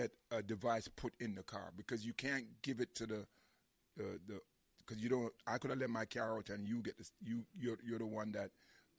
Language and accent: English; New York City, New York, United States; Because we are from the Bronx.